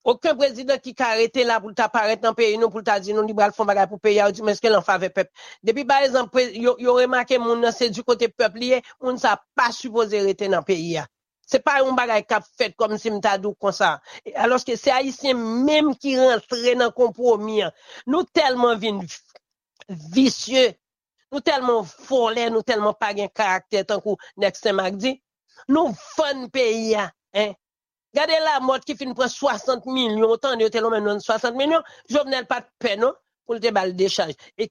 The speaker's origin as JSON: {"language": "French", "country": "Haiti"}